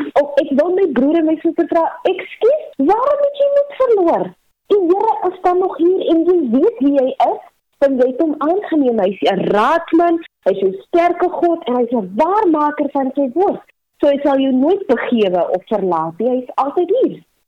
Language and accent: Afrikaans; Upington, Northern Cape, South Africa; born there; So ek is oorspronkelijk van Appington in die Noordkaap.